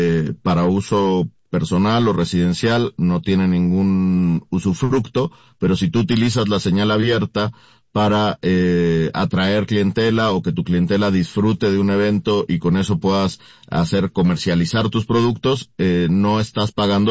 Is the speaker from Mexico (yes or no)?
yes; Mexico; pues como los mexicanos somos muy creativos